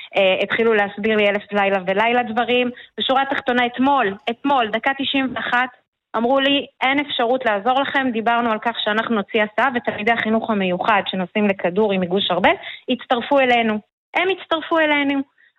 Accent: Northern District, Israel; now in Arbel, Israel; אני בעצם במקור בכלל ממועצה אזורית מסגב, אני התחתנתי עם בן מושב, חקלאי, פה בארבל

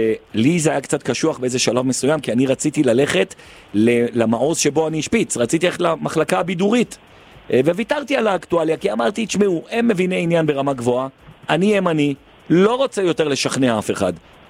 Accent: Beit Shemesh, Jerusalem District, Israel; כפרה, אני מדבר איתה, אני מבית שמש!

